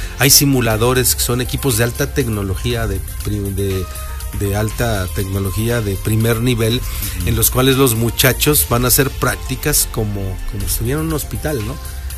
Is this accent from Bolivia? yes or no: no; Acajete, Puebla, Mexico; los que somos de no de Puebla capital, yo no soy de tan lejos, de Acajete.